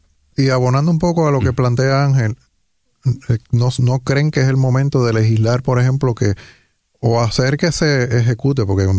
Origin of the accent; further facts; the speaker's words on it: San Juan, Puerto Rico; now in San Lorenzo, Puerto Rico; Todo el que alguna vez vivió en Villa Palmera o en esa zona, yo viví en esa zona. Vivo en San Lorenzo hace tiempo, pero yo soy de acá.